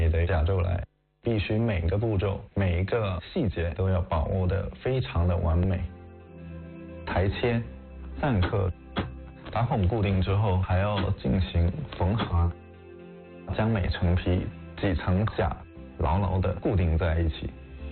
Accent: Quanzhou, Fujian, China

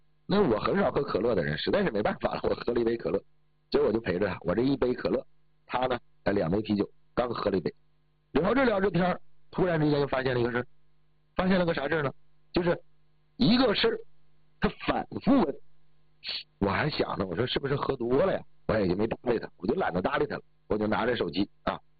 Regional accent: Northeast China, China; 我是东北的呀

